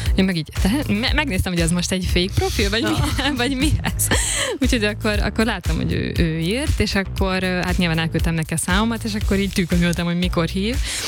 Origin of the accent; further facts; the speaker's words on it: Serbia; now in Switzerland; akkor már Svájcban éltünk, és akkor nézegettem Svájcban is, hát Szerbiában is, hogy onnan származom